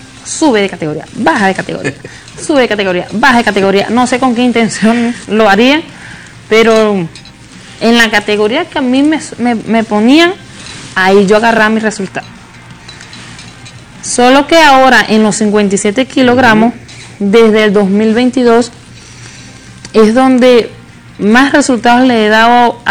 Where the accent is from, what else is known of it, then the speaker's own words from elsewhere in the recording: Venezuela; Y yo, chiquita, pero y flaca, pero aún así, adelante como todo venezolano.